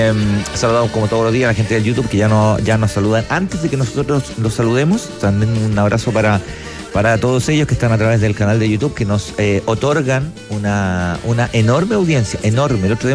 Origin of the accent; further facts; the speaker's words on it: Chile; born there; Es porque nacimos en Chile y vivimos en Chile.